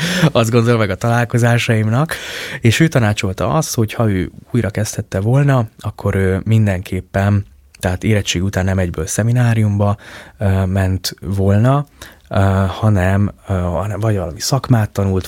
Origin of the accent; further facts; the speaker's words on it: Sopron, Győr-Moson-Sopron, Hungary; meg a gyerekkorom meghatározó élménye, ugye én soproni vagyok, úgy ott a határa, azt azért kinőttem.